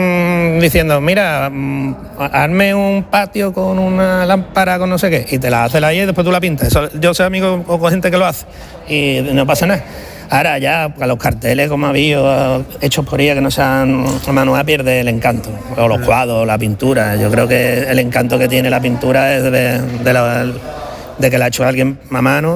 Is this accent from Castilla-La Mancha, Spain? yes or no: no; Cádiz, Andalusia, Spain; yo además soy de Cádiz, muy carnavalero